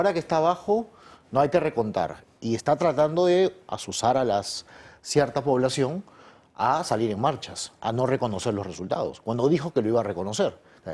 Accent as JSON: {"language": "Spanish", "country": "Peru", "said": "soy peruano, aunque no parezca, porque tengo también origen japonés"}